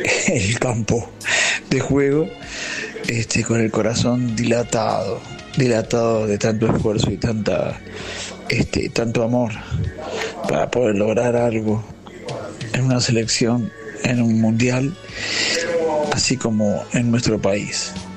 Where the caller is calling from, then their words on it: San Luis, Argentina; de San Luis